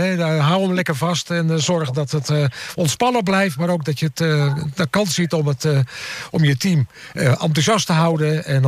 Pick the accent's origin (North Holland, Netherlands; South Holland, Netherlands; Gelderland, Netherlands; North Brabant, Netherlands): Gelderland, Netherlands; Apeldoorn; Apeldoorners zijn natuurlijk misschien een vrij gewoon volk.